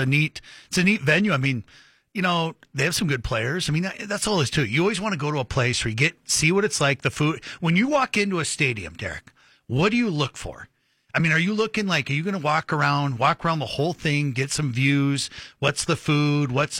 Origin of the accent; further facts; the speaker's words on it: Montana, United States; My parents and I grew up in Montana, so on vacation, my dad would drive us over to the Kingdom in Seattle.